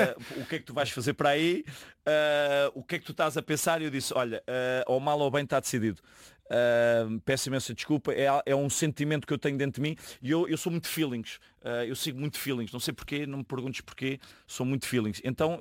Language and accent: Portuguese; Portugal; moved away as an adult; now in India; Eu como um bom português